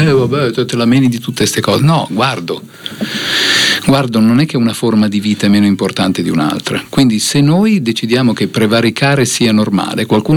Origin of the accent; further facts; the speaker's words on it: Piedmont, Italy; Però provengo dalla provincia di Vercelli.